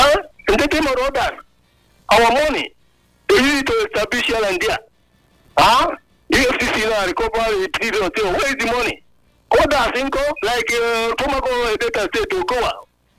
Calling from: Nigeria; I'm calling from Igwebe and local government.

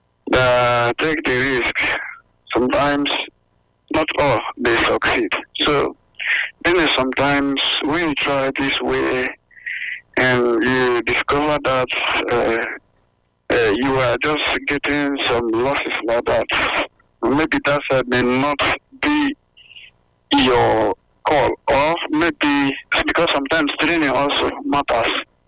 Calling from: Benin; Yeah, I'm calling from Benin.

